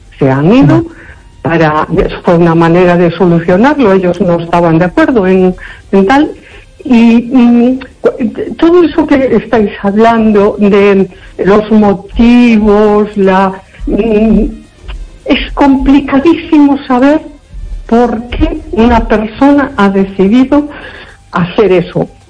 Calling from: Galicia, Spain; De la zona de la Costa de la Morte.

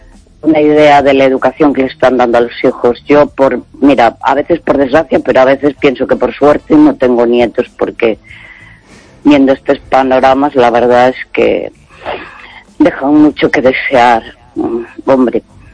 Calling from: Santiago de Compostela, Galicia, Spain; de Santiago.

